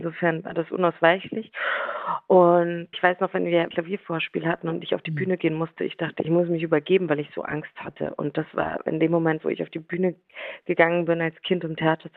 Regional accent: Bavaria, Germany; ich bin Exil-Ungarin, ein Teil von mir. Ich bin Bayerin und vor allen Dingen bin ich Europäerin

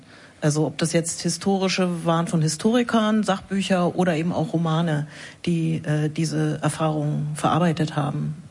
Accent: East Germany, Germany; wir sind eigentlich auch aus der DDR ursprünglich

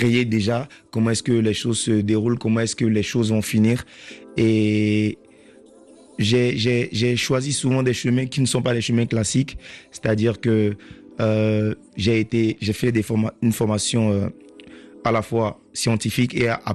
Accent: Benin; accent: Beninese; j'ai un accent français qui est très, très béninois quand je rappe.

